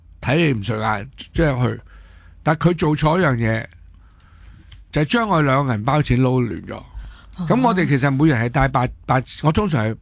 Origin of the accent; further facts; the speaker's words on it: Hong Kong; 我唔系日本，我系中国香港。我唔系讲香港，我系中国嘅香港。九七年呢，我永远系中国香港嘅。